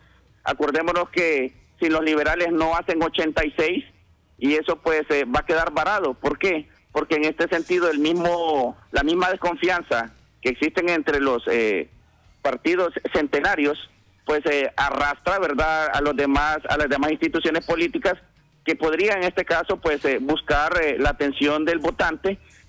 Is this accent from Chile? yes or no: no; Honduras